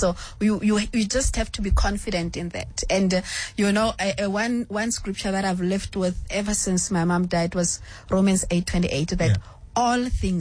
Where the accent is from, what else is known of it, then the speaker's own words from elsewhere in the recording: Kimberley, Northern Cape, South Africa; also born or lived in Pampristat; I was born in Pampristat. I was born in Pampristat. And then when my mom died, I went to Kimberley. Then I stayed with my dad and my stepmother.